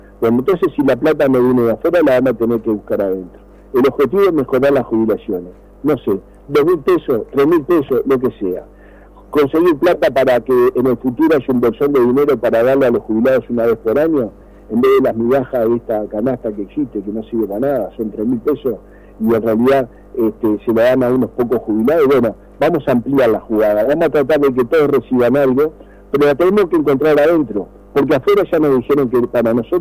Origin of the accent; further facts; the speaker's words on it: Artigas, Uruguay; Mire, yo vengo de Artigas.